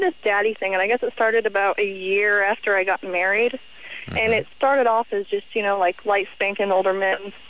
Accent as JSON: {"language": "English", "region": "Texas", "country": "United States", "tie": "born or raised there", "said": "I grew up in Texas."}